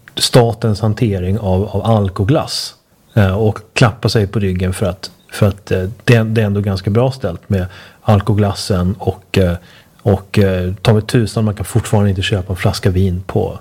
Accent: Sweden; now in Budapest, Hungary; det tycker man ju som svensk är väldigt så här, kanske gammalmodigt och irriterande. Och jag har ju faktiskt, jag har konstaterat en gång att det är skönt att bo i Budapest

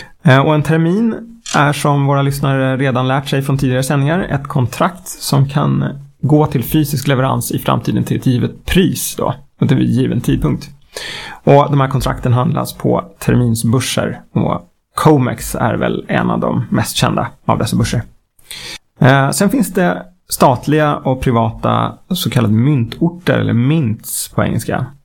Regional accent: Sweden; för oss svenskar

